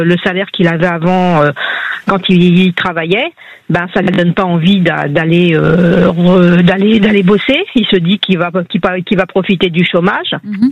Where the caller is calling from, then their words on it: Paris, Île-de-France, France; je vous appelle de Paris.